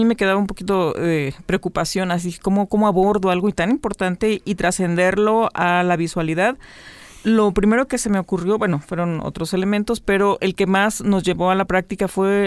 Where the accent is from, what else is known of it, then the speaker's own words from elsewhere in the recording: Xalapa, Veracruz, Mexico; que soy, bueno, de Jalapa y de Veracruz